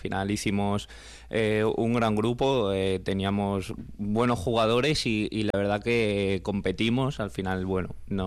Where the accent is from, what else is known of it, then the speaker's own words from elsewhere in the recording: Zaragoza, Aragon, Spain; de Torrero, que es de donde soy yo, de Torrero La Paz